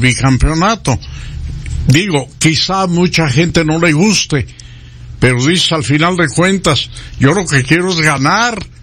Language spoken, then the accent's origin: Spanish; Zamora, Michoacán, Mexico; moved away; En mi tierra, en Zamora, Michoacán